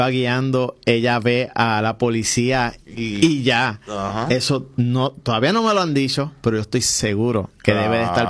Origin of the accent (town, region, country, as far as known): Puerto Rico